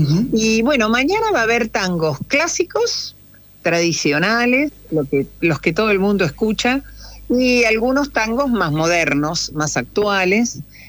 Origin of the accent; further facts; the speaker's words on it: Avellaneda, Buenos Aires Province, Argentina; moved away as an adult; also born or lived in La Plata; now in Punta del Indio, Argentina; yo no, yo soy de Avellaneda, pero fui a estudiar a La Plata, y viste, esas cosas de la vida hacen que uno se quede en La Plata.